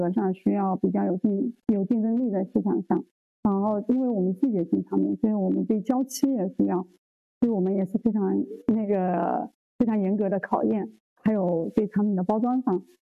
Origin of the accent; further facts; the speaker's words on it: Yunhe, Zhejiang, China; now in Yiwu, China; 作为土生土长的云和人